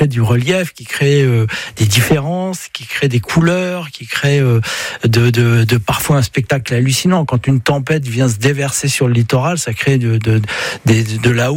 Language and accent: French; Brittany, France; ben je suis breton et puis je le ressens profondément.